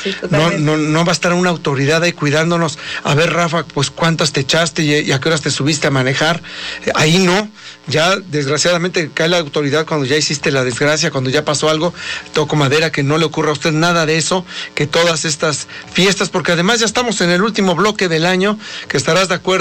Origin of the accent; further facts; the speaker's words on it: Puebla, Mexico; nosotros como poblanos